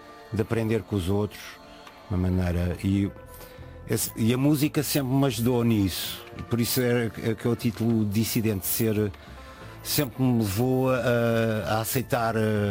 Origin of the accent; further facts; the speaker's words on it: Lisbon, Portugal; me relacionar com o sítio onde eu nasci, que sou mesmo de Lisboa, adoro Lisboa.